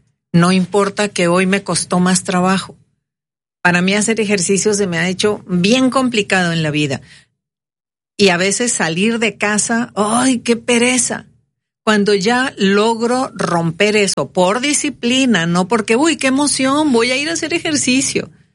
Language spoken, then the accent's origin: Spanish; Mexico; somos latinos, mexicanos, felices